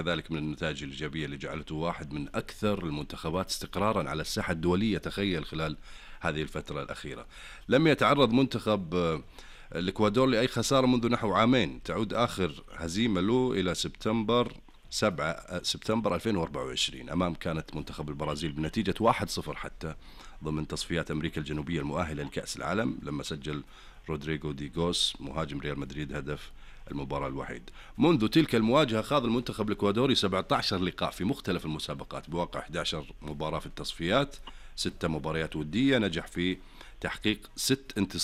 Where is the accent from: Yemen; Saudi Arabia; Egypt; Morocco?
Saudi Arabia; الأهم عندنا كسعوديين